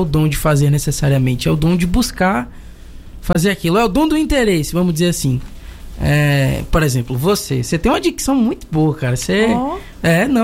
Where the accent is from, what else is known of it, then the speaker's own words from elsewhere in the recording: Bahia, Brazil; now in Goiânia, Brazil; eu sou baiano. Nasci no interior da Bahia